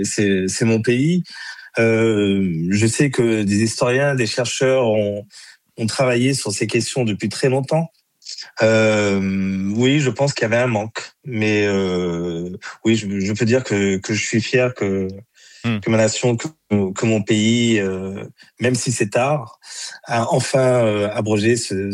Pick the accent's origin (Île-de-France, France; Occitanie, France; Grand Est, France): Île-de-France, France; Moi, je suis né ici, je suis un banlieusard, je suis né en Essonne et j'ai grandi